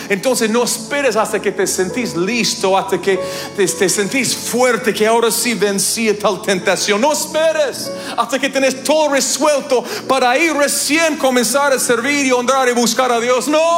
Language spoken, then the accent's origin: Spanish; Canada; moved away; saben que soy canadiense, y donde hace a veces menos 40 grados en el invierno